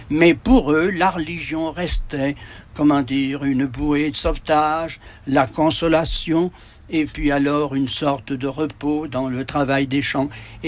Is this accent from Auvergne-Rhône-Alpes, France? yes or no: yes; Lezoux, Auvergne-Rhône-Alpes, France; c'est-à-dire d'Orion à Puy-Guillaume, rendant Lezoux, mon pays natal.